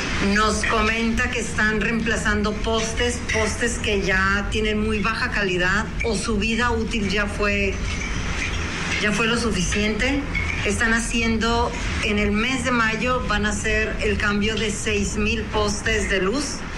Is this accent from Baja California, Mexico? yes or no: yes; Mexicali, Baja California, Mexico; preocupa a todos, los que somos de Mexicali.